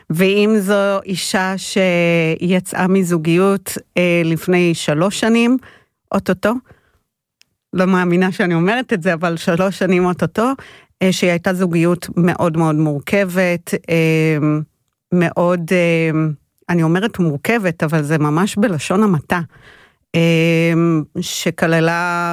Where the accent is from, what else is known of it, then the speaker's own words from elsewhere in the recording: Hadera, Haifa District, Israel; אני מחדרה, אני בת 50, אימא לשלוש בנות מתבגרות